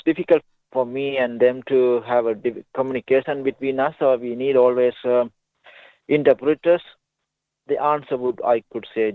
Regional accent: Sri Lanka; English is a second language; moved away as an adult; now in Ballarat, Australia; a refugee from Sri Lanka. I come to this, lived in Ballarat, but I couldn't speak any English, so I couldn't write better.

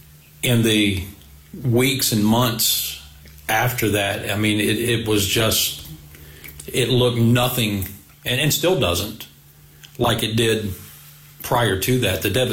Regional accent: Williamson, West Virginia, United States; When I was 10 years old, we had a flood in my hometown of Williamson, West Virginia.

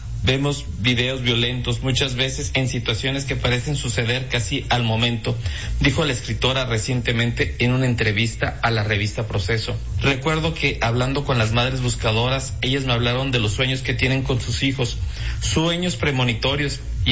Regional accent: Mexico; Quería contar esta historia porque soy mexicana y porque crecí en este país

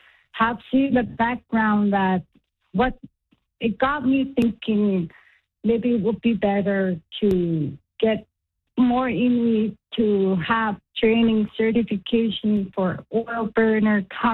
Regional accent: Sanikiluaq, Nunavut, Canada; also born or lived in Churchill, Manitoba; But I was raised here in Seniküluak most of my life.

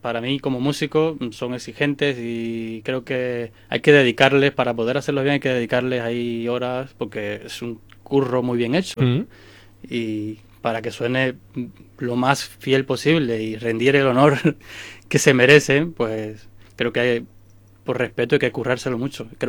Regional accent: Cuba; now in Spain; Soy un afortunado por venir de donde vengo, que vengo de Cuba. Y al final llegar a España y además ya tener como... después del tiempo que llevo viviendo aquí

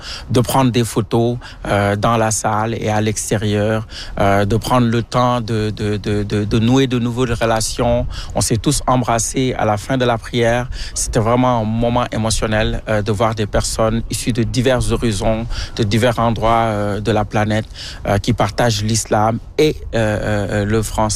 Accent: Senegal; Justement, moi je suis originaire du Sénégal

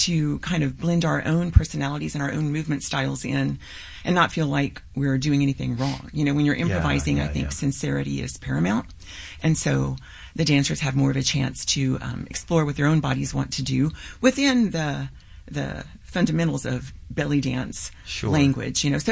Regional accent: United States; as American dancers

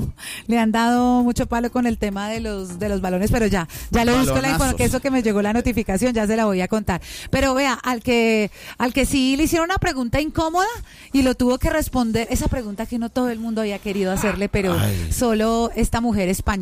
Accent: Colombia; creo que eso es lo que más nos va a costar a nosotros como pueblo colombiano

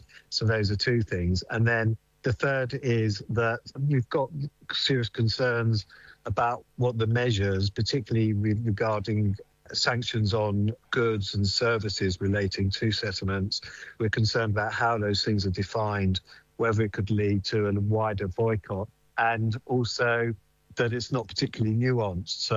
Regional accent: United Kingdom; we sit as proud British Jews, but with very strong connections to Israel

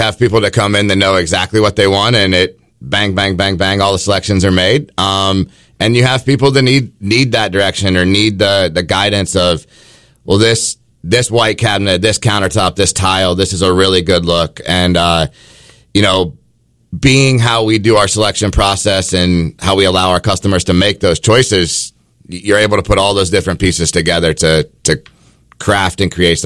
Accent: Ohio, United States; I grew up in the industry. I'm from West Central Ohio, and construction was the family business.

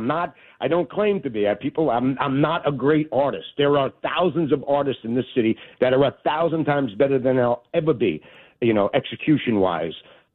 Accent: New York City, New York, United States; I'm from Staten Island.

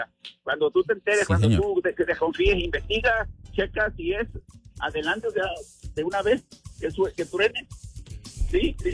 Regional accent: Veracruz, Mexico; Nosotros somos de Veracruz, pero aquí estamos. Ella es de Orizaba y yo soy de Coatzamalapa.

